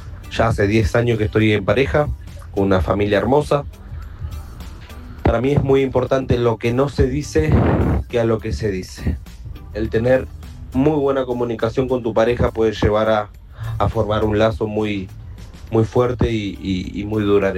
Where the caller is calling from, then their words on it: San Justo, Buenos Aires Province, Argentina; soy de San Justo.